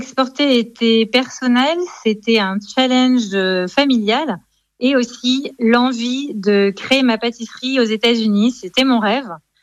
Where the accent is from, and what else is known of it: France; moved away as an adult; now in Miami, United States